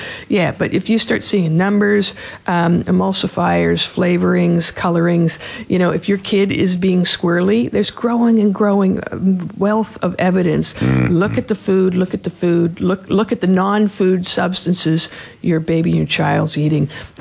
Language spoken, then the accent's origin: English; Australia; We are Australian. And we eat biscuits.